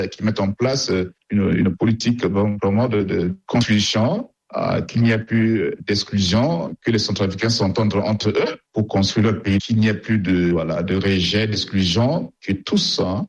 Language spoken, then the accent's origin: French; Central African Republic; En tant que Centrafricain, nous souhaitons que dans cette République-là, que nous connaissions vraiment la prospérité, le développement.